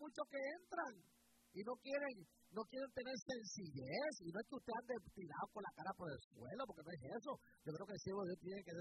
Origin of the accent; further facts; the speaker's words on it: Bronx, New York, United States; born there; Se lo digo yo que nací aquí en el Bronx.